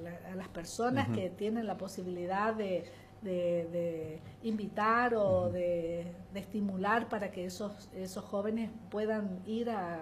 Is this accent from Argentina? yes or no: yes; Argentina